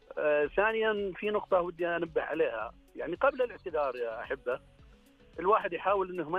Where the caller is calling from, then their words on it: Riyadh, Riyadh Province, Saudi Arabia; أكلمك من رياض